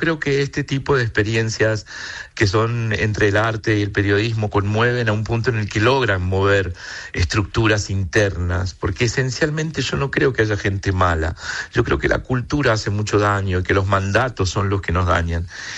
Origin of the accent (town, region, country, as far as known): La Unión, Los Ríos, Chile; born there